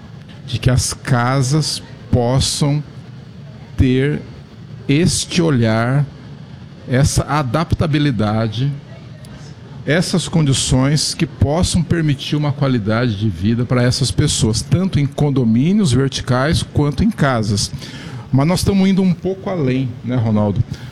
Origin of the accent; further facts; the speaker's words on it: Curitiba, Paraná, Brazil; Eu sou de Curitiba, né?